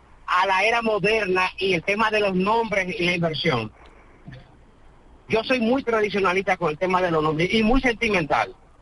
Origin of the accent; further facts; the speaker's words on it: Moca, Espaillat, Dominican Republic; born there; moved away; Cuando yo vivía en Moca en mi adolescencia